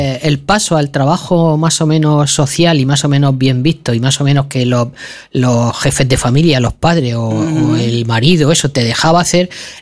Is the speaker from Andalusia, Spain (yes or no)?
no; Murcia, Region of Murcia, Spain; Yo además no soy de Cieza, pero soy de Espinardo